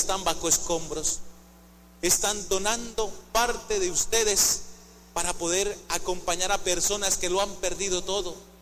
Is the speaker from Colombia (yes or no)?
yes; Colombia; como colombianos, no solamente por sangre, sino porque somos hijos de Dios